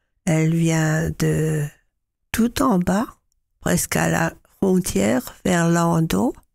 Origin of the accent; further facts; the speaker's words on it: Sélestat, Grand Est, France; now in Strasbourg, France; Je suis née à Célestat. C'est une petite ville qui fait vraiment entre Bas-Rhin et Haut-Rhin. On parlait déjà le haut-rhinois. Ouais. Mais mes parents étaient strasbourgeois, alors à la maison, on parlait le strasbourgeois.